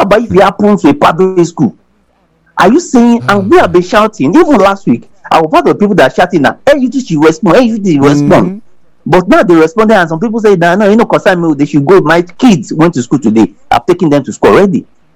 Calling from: Nigeria; we people, we Nigerians

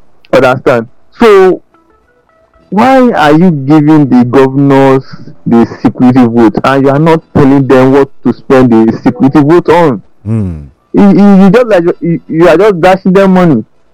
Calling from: Lagos, Nigeria; I'm calling you from Yaba.

